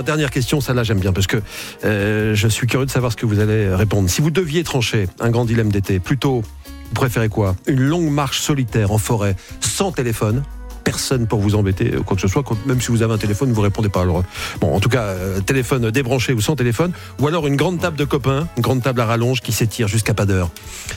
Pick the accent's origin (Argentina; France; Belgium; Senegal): France; Nancy, Grand Est; Je connais bien parce que je suis de Nancy